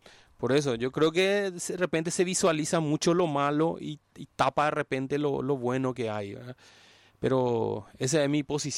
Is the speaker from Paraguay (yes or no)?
yes; Paraguay; nos acostamos como españoles, el lunes 15 somos ya paraguayos, ya asumimos que somos paraguayos.